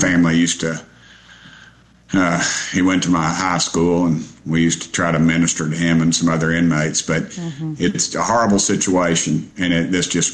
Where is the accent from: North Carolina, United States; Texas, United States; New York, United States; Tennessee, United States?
Tennessee, United States; Knoxville; I grew up in Knoxville. I've been here my whole life.